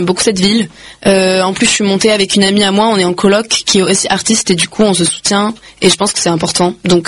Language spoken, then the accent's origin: French; South-West France, France; now in Paris, France; mais à la base, je viens du sud-ouest de la France.